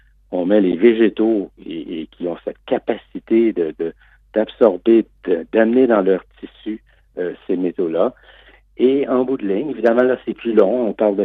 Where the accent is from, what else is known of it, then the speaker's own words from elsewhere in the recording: Canada; pour nous qui avons la chance de voyager, d'aller souvent en Chine quand on est Canadien